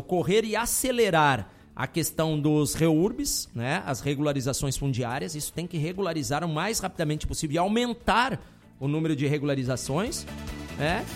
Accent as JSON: {"language": "Portuguese", "region": "Rio Grande do Sul", "country": "Brazil", "moved": "yes", "said": "eu vim do Rio Grande do Sul, comprei aqui um local e eu não consigo ligar mais a água"}